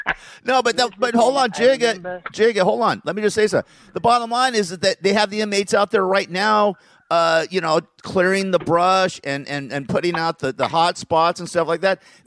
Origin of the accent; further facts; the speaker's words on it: California, United States; we had these terrible wildfires here in Southern California. My hometown basically almost, you know, burned down.